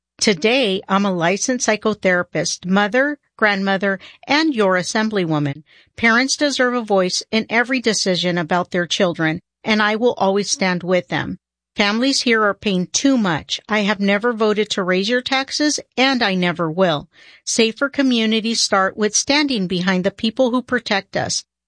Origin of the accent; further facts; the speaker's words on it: Home Gardens, California, United States; I was born and raised in Home Gardens, unincorporated Riverside County, and I'm proud to call the Inland Empire home. I'm a first-generation American.